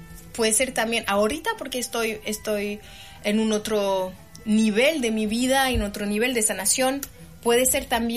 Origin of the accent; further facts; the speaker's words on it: Algeria; Y es diferente porque en Argelia somos africanos, no somos árabes.